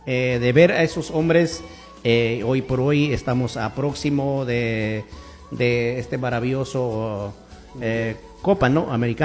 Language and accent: Spanish; Ecuador